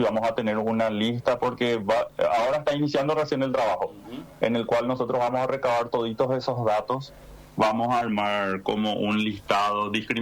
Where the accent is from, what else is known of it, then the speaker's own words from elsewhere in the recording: Pilar, Ñeembucú, Paraguay; somos productores de Pilar, de Gilambú, si no me equivoco también, hay de General Díaz y Humaitá